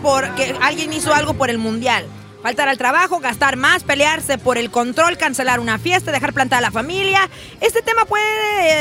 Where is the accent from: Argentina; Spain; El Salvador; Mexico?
Mexico; Así somos los mexicanos.